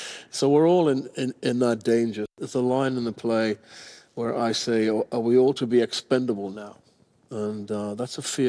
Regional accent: Tyneside, North East England, United Kingdom; moved away; I was born on Tyneside, right next to a shipyard.

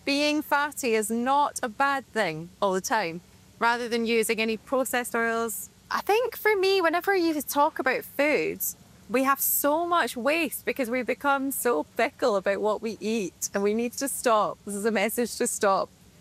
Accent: Scotland, United Kingdom; I'm Scottish and we eat black pudding all the time back home

